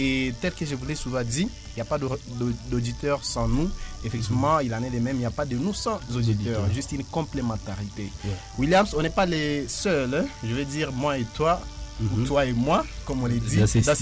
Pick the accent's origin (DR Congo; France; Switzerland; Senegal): DR Congo; North Kivu; first language Kinande; French is a second language; nous sommes dans la région où on parle fort Kinandé.